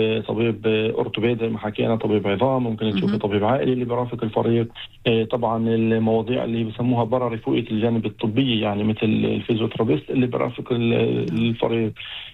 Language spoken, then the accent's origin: Arabic; Israel; في بلادنا في إسرائيل